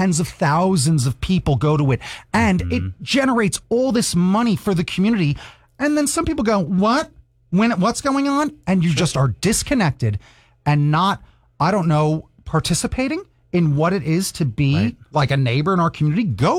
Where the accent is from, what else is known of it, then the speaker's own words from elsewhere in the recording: Long Island, New York, United States; I'm from Long Island, where it's got the highest taxes, the highest paid police, the highest paid teachers, the highest bills, the highest everything.